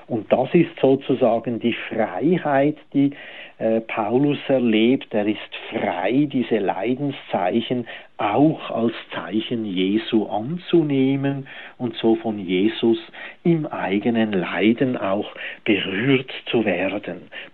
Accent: Switzerland; in dem Sinn sind wir Schweizer ja sozusagen auch die Heiden

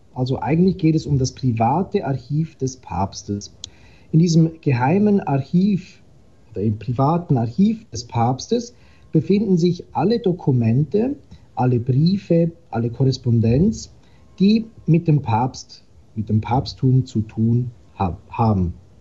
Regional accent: Switzerland; moved away as an adult; now in Rome, Italy; als Schweizer Stimme im Vatikan

